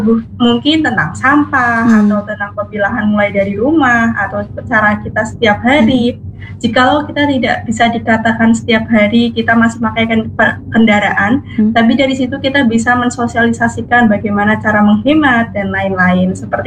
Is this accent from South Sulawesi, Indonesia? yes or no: no; Sragen, Central Java, Indonesia; Ya, sebelumnya perkenalkan … asal saya dari Kabupaten Sragen